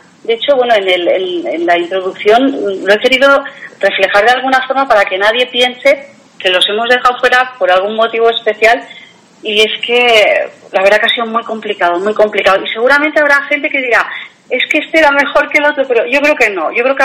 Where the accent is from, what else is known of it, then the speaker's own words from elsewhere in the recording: Catalonia, Spain; now in San Sebastián, Spain; Vengo de Cataluña, pero desde luego que adoro Donosti.